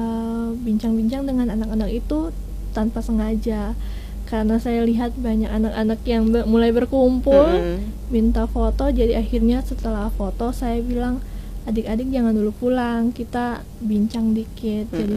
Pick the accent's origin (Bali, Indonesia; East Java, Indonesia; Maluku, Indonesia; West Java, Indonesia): Maluku, Indonesia; Bobo; Tapi bagaimana saya mencari potensi baru seperti kampung halaman saya kayak Bobo, karena banyak pasti yang masih